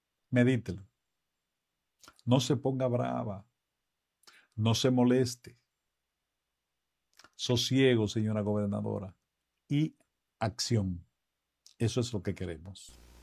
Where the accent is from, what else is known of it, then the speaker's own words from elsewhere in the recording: Mao, Valverde, Dominican Republic; moved away; aunque no vivo en Mao, soy maeño de pura cepa y amo mi ciudad y mi entorno